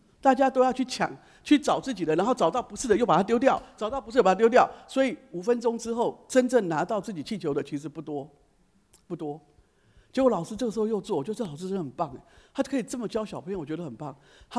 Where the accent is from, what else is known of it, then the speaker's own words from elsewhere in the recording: Taiwan; 不要紧啦，不要紧啦，就这啦，这样，这就是我们台湾人。